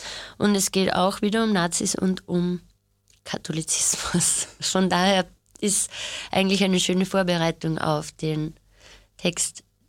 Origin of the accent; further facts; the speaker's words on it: Mauthausen, Upper Austria, Austria; now in Vienna, Austria; Also ich bin in der Nähe von Linz aufgewachsen, Mauthausen, und bin halt in Linz in die Schule gegangen